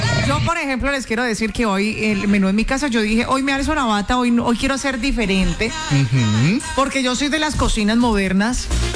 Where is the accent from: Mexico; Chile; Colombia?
Colombia; Cali, Valle del Cauca; Soy una mala caleña.